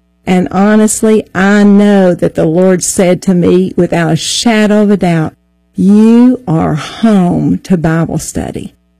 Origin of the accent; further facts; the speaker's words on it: Tri-Cities, Tennessee, United States; Well, I'm from Tennessee, Tri-Cities, Tennessee, as a matter of fact, and I was raised in a Christian home